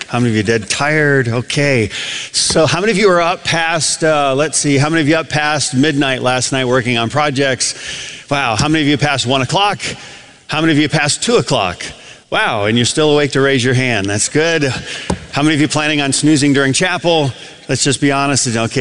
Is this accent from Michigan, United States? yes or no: yes; Adrian, Michigan, United States; So I grew up in Adrian, Michigan. There was another town about 30, 45 minutes away called Jackson.